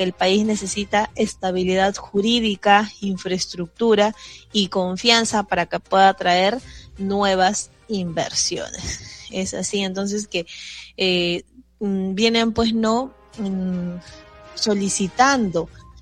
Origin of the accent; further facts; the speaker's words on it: Peru; hay que ser realistas como peruanos.